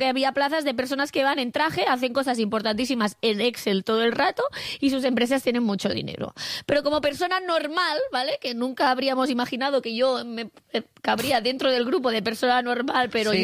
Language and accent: Spanish; Catalonia, Spain